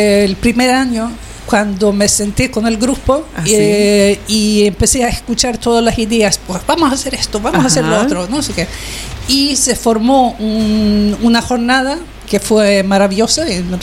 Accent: Sweden; Spanish is a second language; moved away as an adult; now in Lanzarote, Spain; mi historia es también que soy sí. sueca.

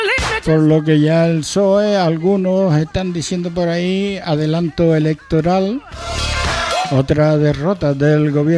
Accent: Canary Islands, Spain; lo siguiente somos nosotros, los canarios

